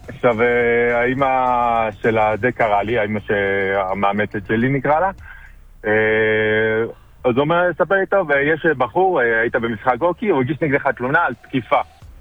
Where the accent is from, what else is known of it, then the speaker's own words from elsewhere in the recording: Bat Yam, Tel Aviv District, Israel; also born or lived in Metula / Canada; שם גדלתי כילד, אחר כך סגרו את המגרש, היה שם כל מיני בעיות. עברתי לגור במטולה עם עוד שלושה חברים.